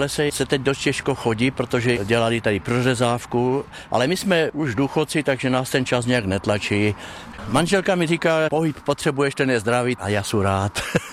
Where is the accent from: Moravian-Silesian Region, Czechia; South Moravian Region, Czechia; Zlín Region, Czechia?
Moravian-Silesian Region, Czechia; Bruntál; My tady už jezdíme možná 20 roků a jsme z Bruntálu.